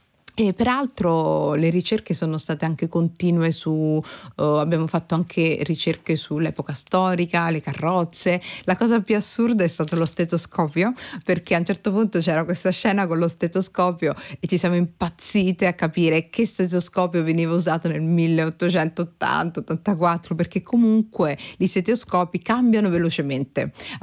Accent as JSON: {"language": "Italian", "country": "Somalia", "said": "ma penso anche al mio paese di origine, la Somalia, che tra tutte le colonie è quella più dimenticata e quella meno raccontata."}